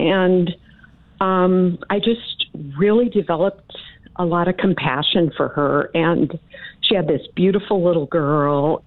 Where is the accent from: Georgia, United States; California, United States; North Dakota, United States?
North Dakota, United States; I'm from Western North Dakota. I am a farm kid.